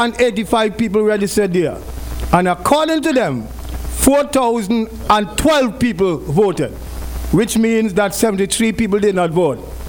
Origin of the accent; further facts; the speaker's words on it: Liberta, Saint Paul, Antigua & Barbuda; because we are little dunce from Green Hill in Liberta.